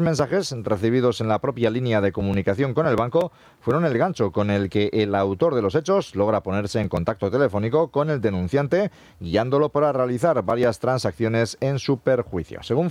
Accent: Bermeo, Basque Country, Spain; en mi pueblo, en Bermeo

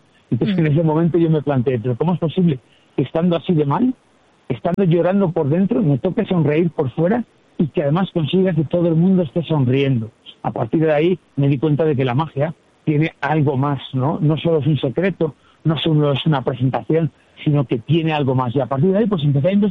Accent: Castile and León, Spain; pues en mi tierra, que soy de Castilla y León, pues visito algún municipio

